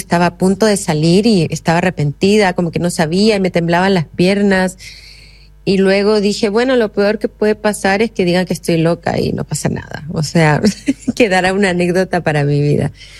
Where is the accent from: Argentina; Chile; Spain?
Chile